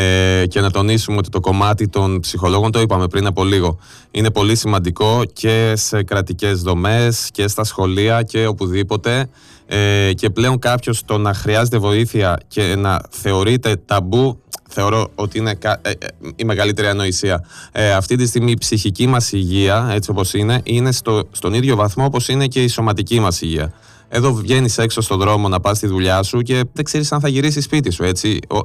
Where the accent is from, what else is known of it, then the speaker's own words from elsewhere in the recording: Greece; είμαστε Έλληνες